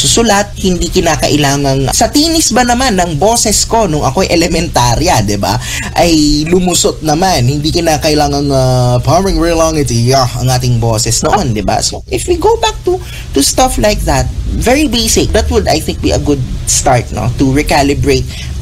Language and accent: Tagalog; Ilocos Region, Philippines; No, kasi ang hometown ko was in Ilocos Norte, so doon ako nag-aral no ng elementary and high school.